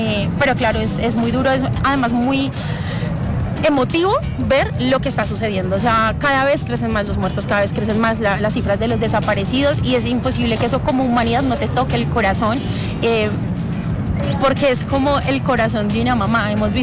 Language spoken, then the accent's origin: Spanish; Bogotá, Colombia; Yo soy de aquí de Bogotá.